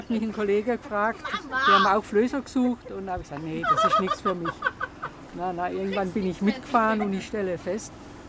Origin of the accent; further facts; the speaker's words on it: Germany; born there; now in Fulda, Germany; Ich bin geboren an der Schweizer Grenze